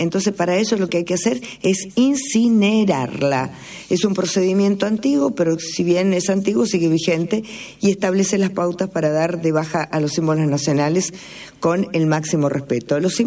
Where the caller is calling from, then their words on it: Arenaza, Buenos Aires, Argentina; Soy de Arenaza.